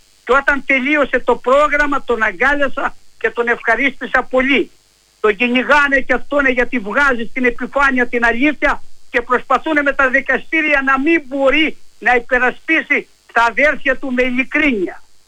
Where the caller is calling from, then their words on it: Rodia, Greece; στο χωριό μου στη Ροδιά